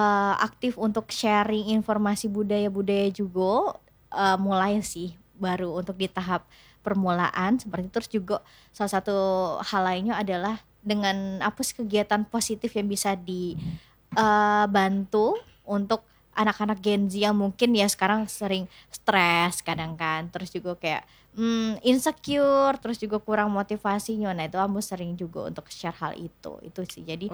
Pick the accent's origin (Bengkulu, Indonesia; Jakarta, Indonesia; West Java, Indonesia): Bengkulu, Indonesia; Curup; Dari Curup.